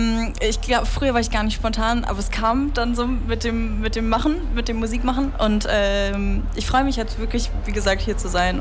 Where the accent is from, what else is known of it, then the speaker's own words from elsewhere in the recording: Duisburg, North Rhine-Westphalia, Germany; Ist ja nicht weit von meiner Heimat. Ich komme aus Duisburg.